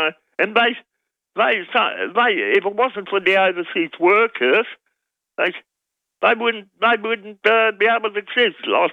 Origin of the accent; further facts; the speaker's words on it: Amsterdam, North Holland, Netherlands; English is a second language; now in Australia; Oh, well, I tell you, I grew up in Amsterdam and it's, Holland still, the people are still living and...